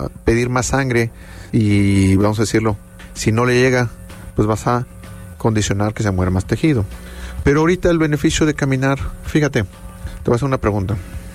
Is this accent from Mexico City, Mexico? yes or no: yes; Mexico City, Mexico; moved away; yo soy de la Ciudad de México, allá el tráfico está un poquito más pesado.